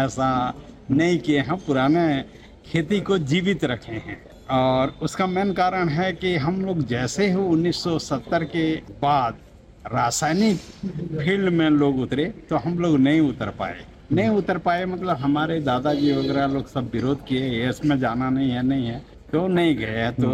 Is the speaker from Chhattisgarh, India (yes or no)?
yes; Mahasamund district, Chhattisgarh, India; ग्राम मिलारावत, जिला महासमुंद, छत्तीसगढ़ का रहने वाला हूँ और मैं जैविक कृषक हूँ, जैविक खेती करता हूँ पारंपरिक तरीके से और हमारे 5 पीढ़ी से वही खेती करते आ रहे हैं।